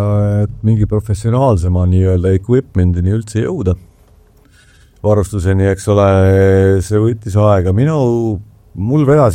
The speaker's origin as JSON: {"language": "Estonian", "town": "Tallinn", "region": "Harju County", "country": "Estonia", "tie": "born or raised there", "said": "mu sõber Aivo Erin kelle ma kasvasin Roosikiresti tänaval"}